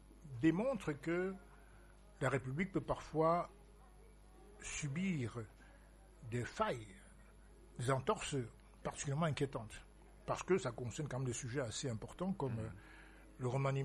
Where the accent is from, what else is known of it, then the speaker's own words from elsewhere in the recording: Douala, Littoral, Cameroon; Je suis né à Douala, monsieur. Voilà, je suis autochtone, baganté de Douala.